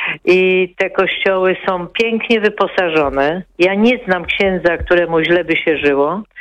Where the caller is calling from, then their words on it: Kraków, Lesser Poland, Poland; Ja mieszkam w Krakowie